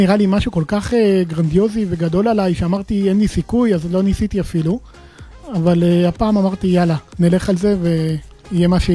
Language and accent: Hebrew; Beit Shemesh, Jerusalem District, Israel; אני מגיע מבית שמש.